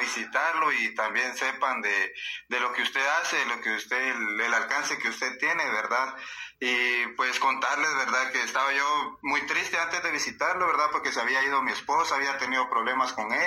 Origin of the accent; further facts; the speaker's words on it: Tiquisate, Escuintla, Guatemala; De Tiquizate, de Escuintla.